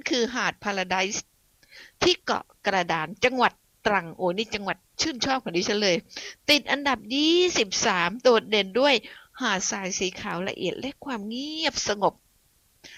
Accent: Phuket, Thailand; บ้านดิฉันเองจังหวัดภูเก็ตดิฉันเนี่ยเป็นคนบ้านนอกเนาะอยู่นอกนะนอกแผ่นดินนะดิฉันมาจากเกาะคุณผู้ฟัง

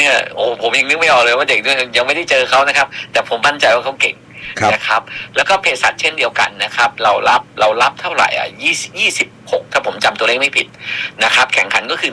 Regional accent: Sakon Nakhon, Thailand; พวกเราทุกคนที่เป็นชาวสกลนคร

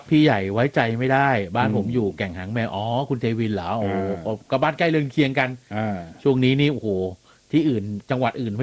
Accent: Bangkok, Thailand; แทบจะเป็นคนเดียวเลยมั้งที่เป็นคนกรุงเทพอ่ะ

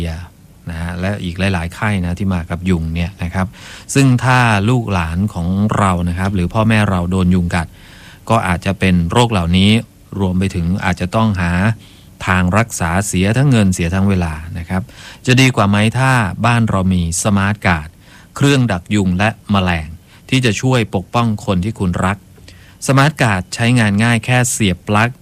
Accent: Ubon Ratchathani, Thailand; born there; น้องเป็นคนอีสานโดยกำเนิดนะครับลูกครึ่งเป็นลูกครึ่งครึ่งอำเภอเมืองกับอำเภอเขมราช

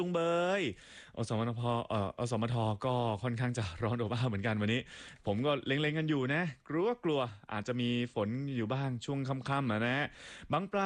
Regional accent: Phatthalung, Thailand; ทางใต้บ้านผมเลยพัทลุงครับผมนี่ชาวใต้

